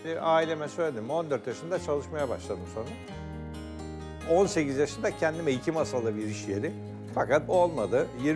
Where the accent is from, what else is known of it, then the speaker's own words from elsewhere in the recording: Mustafakemalpaşa, Bursa, Turkey; born there; moved away; also born or lived in Karacabey; Mustafa Kemal Paşa'nın Sarı Mustafalar Köyü'nde dünyaya geldim. Ailemiz sonra çok kalabalık olduğu için 13 kardeş ailemiz. 13 kardeş bakılması zor oluyor köyde. Karacabey'e göç etmişler.